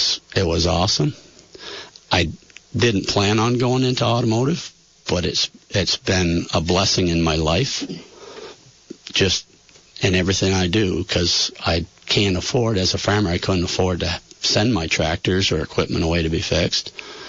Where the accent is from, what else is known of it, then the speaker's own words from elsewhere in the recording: Barrie, Ontario, Canada; Grew up in Barrietown. I was born in Barrie City Hospital, which no longer exists. I'm the fifth generation